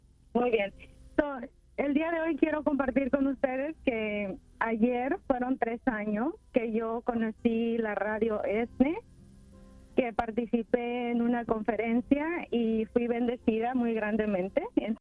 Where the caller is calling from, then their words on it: Chicago, Illinois, United States; yo soy de Chicago, estoy en Lake Zurich